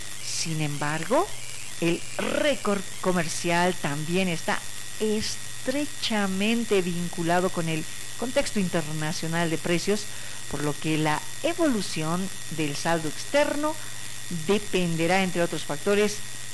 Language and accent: Spanish; Bolivia